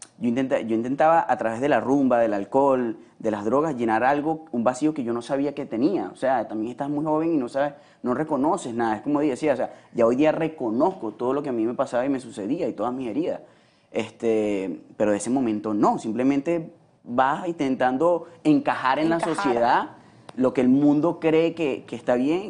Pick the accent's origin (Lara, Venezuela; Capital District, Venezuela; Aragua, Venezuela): Lara, Venezuela; Barquisimeto; moved away; allá en mi ciudad, en Barquisimeto